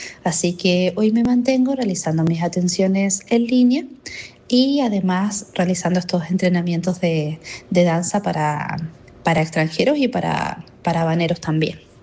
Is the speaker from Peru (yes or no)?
no; Chile; moved away as an adult; now in Havana, Cuba; soy chilena, psicóloga transpersonal